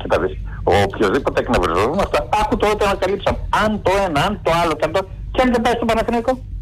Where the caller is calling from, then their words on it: Keratsini, Attica, Greece; από το Κερασίνη.